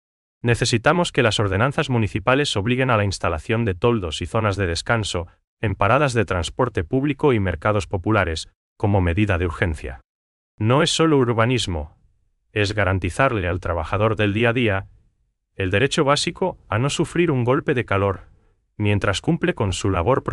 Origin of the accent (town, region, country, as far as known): Paraguay